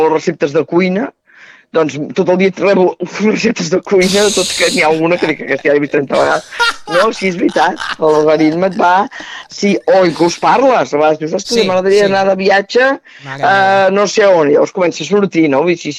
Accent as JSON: {"language": "Catalan", "town": "Terrassa", "region": "Catalonia", "country": "Spain", "said": "Jo sóc de Terrassa"}